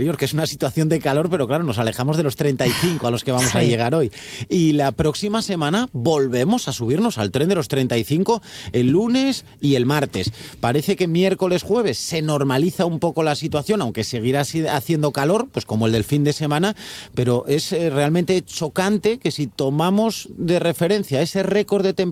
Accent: Asturias, Spain

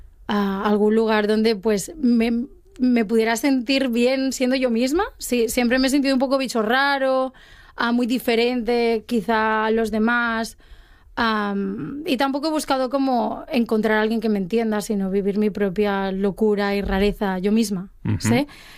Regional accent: Asturias, Spain; now in Edinburgh, United Kingdom; yo soy asturiana

